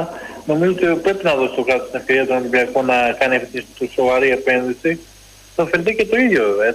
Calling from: Piraeus, Attica, Greece; από την Πειραιά.

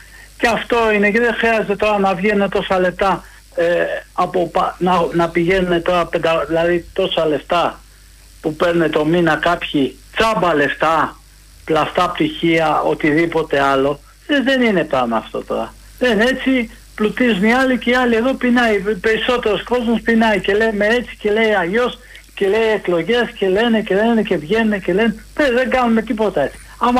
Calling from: Chaidari, Attica, Greece; είμαι από το Χαϊδάρι.

